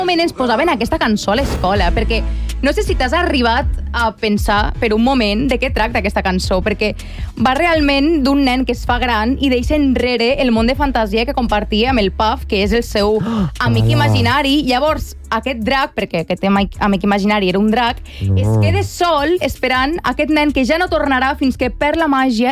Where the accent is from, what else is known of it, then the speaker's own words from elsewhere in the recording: Catalonia, Spain; els catalans ja venim emocionalment preparats per a aquestes coses.